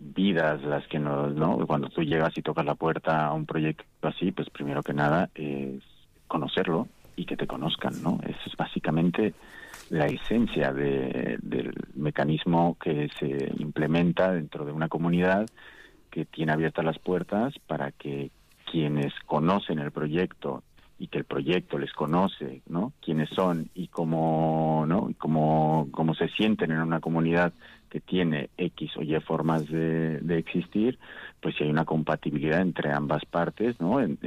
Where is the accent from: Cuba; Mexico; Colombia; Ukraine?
Mexico; moved away as an adult; now in Vitoria, Spain; Yo llegué de México, yo soy originario de México